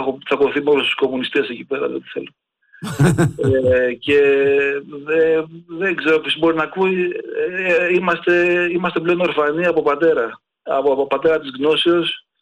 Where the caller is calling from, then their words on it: Lefkada, Ionian Islands, Greece; Ακριβώς από τη Λευκάδα. Και εγώ Λευκαδιώτης είμαι.